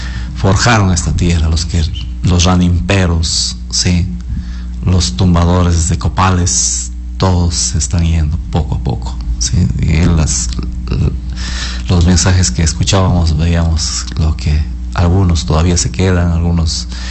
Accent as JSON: {"language": "Spanish", "town": "Macas", "region": "Morona Santiago", "country": "Ecuador", "moved": "yes", "said": "yo todavía estoy haciendo turismo en mi tierra"}